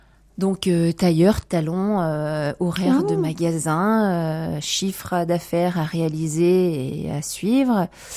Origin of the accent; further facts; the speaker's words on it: Solignac-sur-Loire, Auvergne-Rhône-Alpes, France; also born or lived in Le Puy-en-Velay; now in Polignac, France; Alors je suis une pure souche de Haute-Loire, donc je suis née au Puy-en-Velay. J'ai passé mon enfance sur Solignac-sur-Loire, plus précisément dans le plus beau village juste à côté, à Gisou. Petit village d'une centaine d'habitants avec en prime la cascade de la Baume.